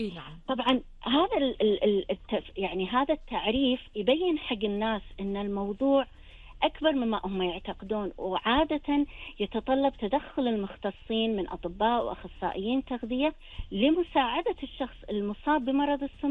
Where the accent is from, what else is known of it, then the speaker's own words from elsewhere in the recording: Kuwait; عندنا بالكويت